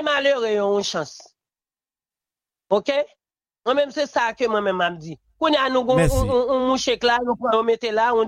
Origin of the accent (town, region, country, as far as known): Haiti